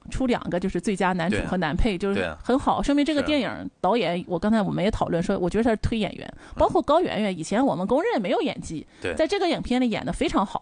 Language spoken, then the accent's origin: Chinese; Northeast China, China; 我们就是东北人那种比如说遇到了这个困难但是依然还非常乐观的走下去、